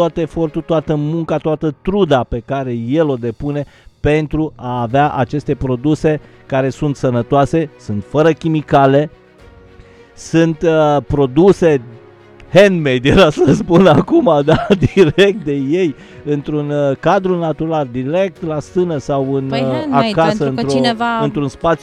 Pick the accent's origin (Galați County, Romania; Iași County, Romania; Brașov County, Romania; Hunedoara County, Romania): Brașov County, Romania; Vama Buzăului; Ceea ce nu s-a întâmplat niciodată la Vama, în copilăria mea, la Vama Buzăului, abia se făceau cartofi din belșug, dar în niciun caz...